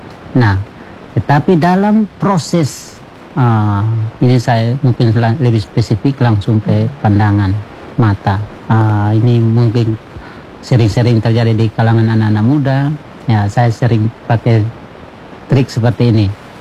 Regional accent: Kupang, East Nusa Tenggara, Indonesia; kita orang Kupang bilang daun muda

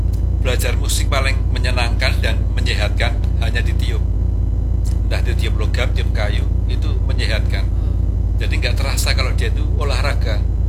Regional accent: Yogyakarta, Special Region of Yogyakarta, Indonesia; moved away as an adult; saya orang Jogja.

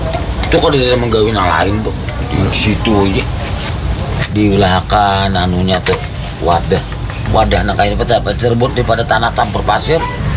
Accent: South Kalimantan, Indonesia; Tapi kalau kita orang Banjar, handap khas orang kita Banjar

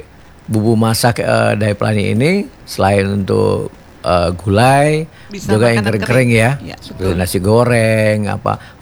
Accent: Pekanbaru, Riau, Indonesia; kan kita orang Pekanbaru atau Sumatera Barat kan identik dengan rendang.

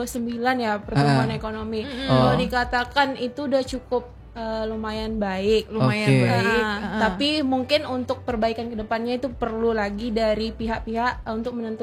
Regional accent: Rokan Hulu, Riau, Indonesia; Asli Rokan Hulu.

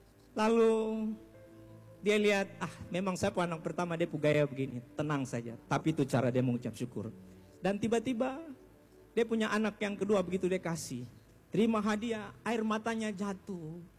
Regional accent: Papua, Indonesia; itu gaya kita orang Papua.

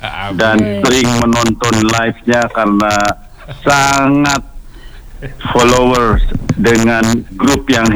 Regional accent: Banten, Indonesia; saya orang Banten, saya bukan orang Jakarta. Orang Banten, pinggiran Banten.

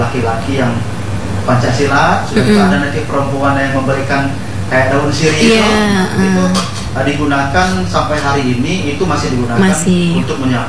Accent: Bengkulu, Indonesia; memang saya dibesarkan di Bengkulu Utara itu dari orang tua bapak saya dan ibu saya orang Rejang

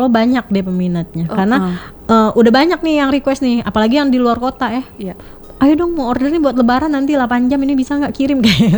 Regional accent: Jakarta, Indonesia; moved away as an adult; now in Palembang, Indonesia; Aku tuh sebenarnya asli orang Betawi kan.

